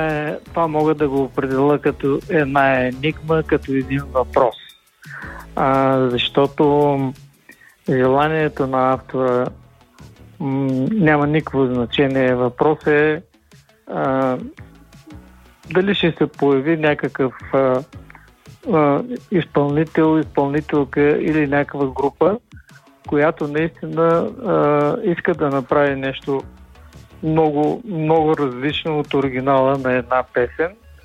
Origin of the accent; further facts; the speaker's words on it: Yambol, Yambol Province, Bulgaria; Диана Експрес, да, това беше единственият експрес, който пътуваше от София до Ямбол, Ямбол от София, а моя роден град е Ямбол.